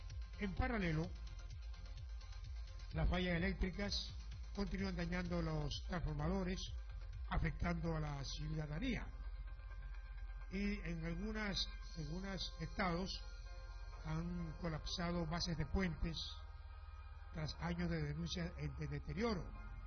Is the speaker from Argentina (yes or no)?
no; Venezuela; de los cumaneses, de los venezolanos, porque somos venezolanos.